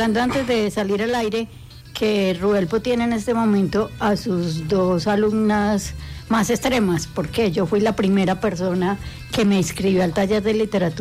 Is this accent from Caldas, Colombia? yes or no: yes; Manizales, Caldas, Colombia; also born or lived in Támesis / Bogotá; now in Guarne, Colombia; Angie, no, yo no soy guarneña. Yo nací en Támesis y crecí entre Manizales y Bogotá. Llevo 14 años viviendo en Guarne.